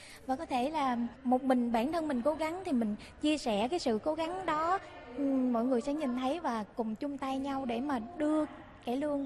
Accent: Mekong Delta, Vietnam; Em là người miền Tây

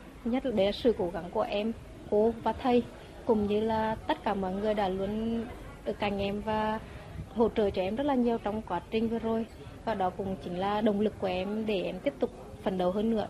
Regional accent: Hà Tĩnh, Vietnam; Mình là người sinh ra ở Hà Tĩnh và lớn lên ở Hà Tĩnh, mà được tham gia đội tuyển quốc gia và khoác áo đội tuyển quốc gia thi đấu cho đất nước

